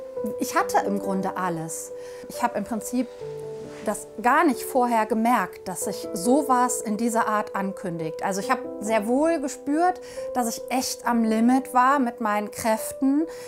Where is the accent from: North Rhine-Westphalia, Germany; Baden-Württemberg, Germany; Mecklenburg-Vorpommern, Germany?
North Rhine-Westphalia, Germany; Hückeswagen; Ich bin im Bergischen Land groß geworden, in Hückeswagen. Ich habe in Wuppertal Kunst und Deutsch studiert, auf Lehramt.